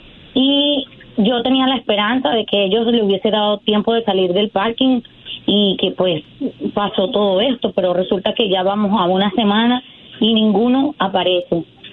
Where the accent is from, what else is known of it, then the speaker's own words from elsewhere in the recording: Venezuela; moved away; Tenía 11 años que no lo veo. 11 años que salí de Venezuela, me vine a estudiar acá, estudié inglés, luego estudié en la Universidad Multicultural Studies